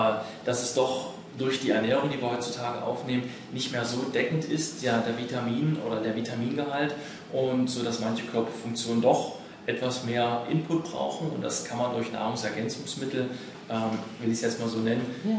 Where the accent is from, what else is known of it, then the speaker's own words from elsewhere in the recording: Halle, Saxony-Anhalt, Germany; Ich komme aus Halle.